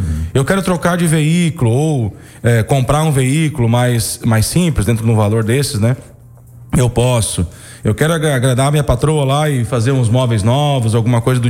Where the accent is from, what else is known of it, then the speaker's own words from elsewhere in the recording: Rio Grande do Sul, Brazil; como eu sou lá do Rio Grande do Sul